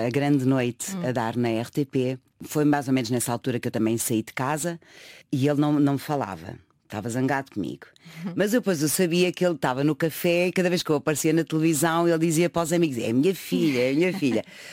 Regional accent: Lisbon, Portugal; Porque eu nasci e cresci nos Olivais.

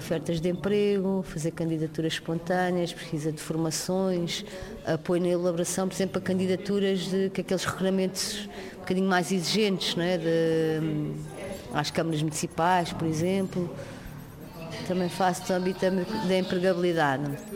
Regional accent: Almada, Setúbal, Portugal; born there; Sim, eu não nasci aqui, não é? Nasci em Almada.

